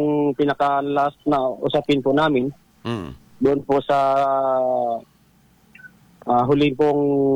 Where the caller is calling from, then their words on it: El Nido, Mimaropa, Philippines; dito po sa amin sa Nakpan